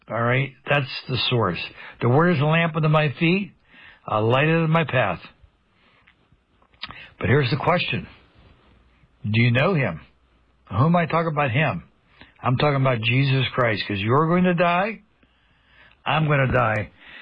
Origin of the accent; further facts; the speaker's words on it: Pennsylvania, United States; when I was growing up in Mercer County, we had a lot more than 180,000 people, 120,000, 130,000 people.